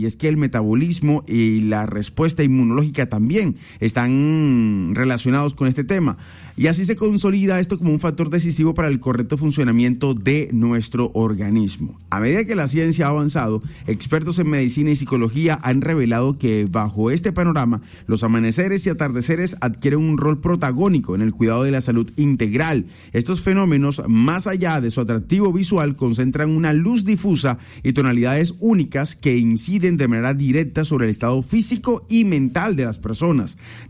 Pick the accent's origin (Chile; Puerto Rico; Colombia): Colombia; Valledupar, Cesar; O sea, yo por defender sinceramente mi tierra, y también se ven atardeceres muy hermosos en Valledupar